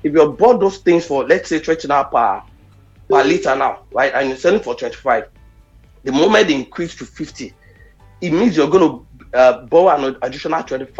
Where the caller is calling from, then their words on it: United Kingdom; I'm coming from the United Kingdom.